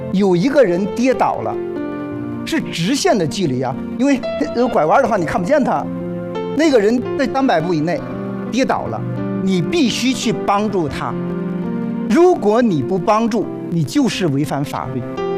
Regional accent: China; 那么我们中国人是怎么个逻辑呢？

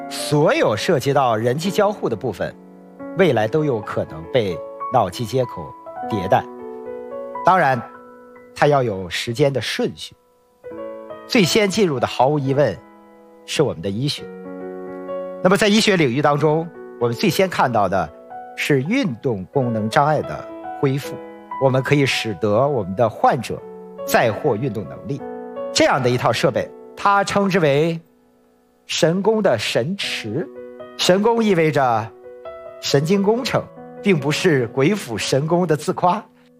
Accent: Yantai, Shandong, China; 我来自烟台，一个海边的城市。我小时候特别喜欢坐在海边看大海。

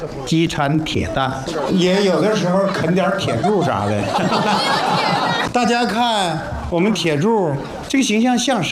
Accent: Northeast China, China; 我们东北人的热情

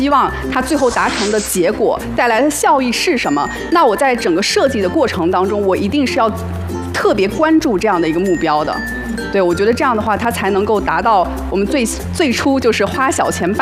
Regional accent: southern China, China; also born or lived in Beijing; now in Shanghai, China; 因为我是南方人嘛

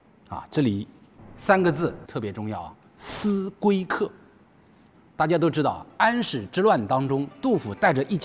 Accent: China; 我们中国人都有一种落叶归根的情节

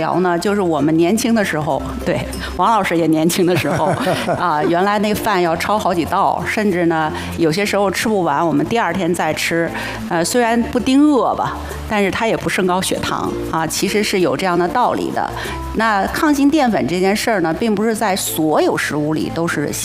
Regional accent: Beijing, China; 其实我作为老北京，我也特别喜欢吃这个红薯

